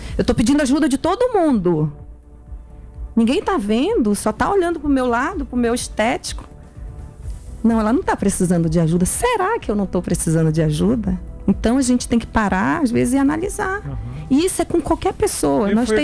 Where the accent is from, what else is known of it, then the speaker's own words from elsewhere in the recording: Laranjal do Jari, Amapá, Brazil; also born or lived in Macapá; eu fui criada assim, Laranjal do Jari.